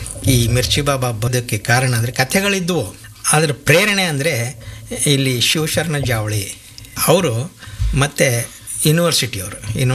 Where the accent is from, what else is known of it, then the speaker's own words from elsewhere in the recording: Karnataka, India; ರಾಸೂರು, ನನ್ನ ಊರು.